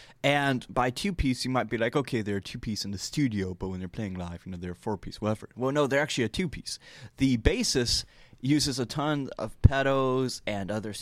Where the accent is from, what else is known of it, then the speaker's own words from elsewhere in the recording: Wisconsin, United States; I am pure Wisconsin.